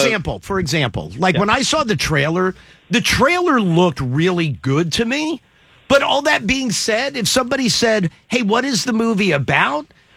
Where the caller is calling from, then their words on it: Baltimore, Maryland, United States; from Baltimore.